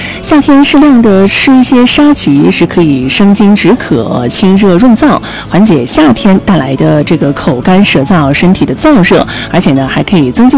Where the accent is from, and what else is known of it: Xinjiang, China